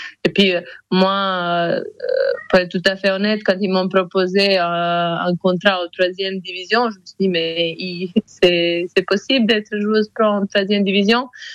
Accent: Podgorica, Montenegro; moved away as an adult; now in Limousin, France; Je viens de Monténégro. Je suis née à Podgorica, c'est capitale du Monténégro. J'ai grandi là-bas et à 20 ans, quand j'avais 20 ans, je suis venue en France.

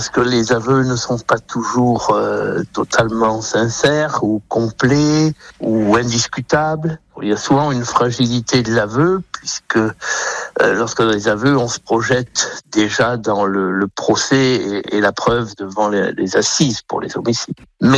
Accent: Auvergne-Rhône-Alpes, France; born there; comme celles qui se passe en Ardèche, où je reviens dans, pratiquement dans mon village natal pour enquêter sur une affaire d'explosifs

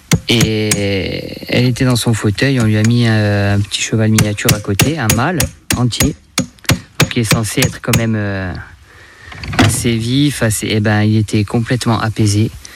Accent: Lumio, Corsica, France; moved away as an adult; Je lui dis, mais moi, je suis de Loumio.

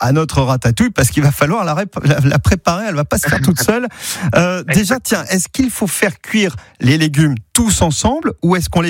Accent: Provence-Alpes-Côte d'Azur, France; chez nous en Provence

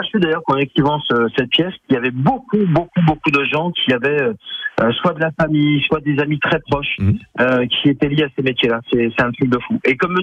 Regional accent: Lyon, Auvergne-Rhône-Alpes, France; à Lyon, que je suis lyonnais.

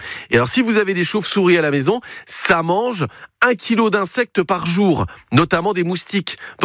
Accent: Grand Est, France

